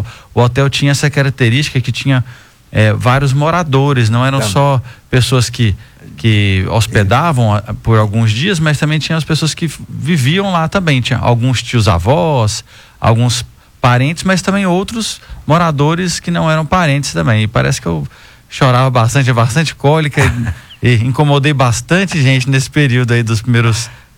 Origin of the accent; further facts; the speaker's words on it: Goiânia, Goiás, Brazil; born there; Eu nasci no Santa Rosa, um hospital Santa Rosa lá em Campinas, que é um hospital que é de alguns membros da minha família, era do meu tio-avô, que na verdade era o único irmão da minha avó